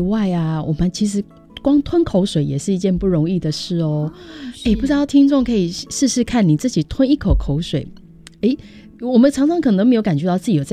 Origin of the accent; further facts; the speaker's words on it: Taiwan; 我们台湾人很多老人家喜爱吃空麻好了、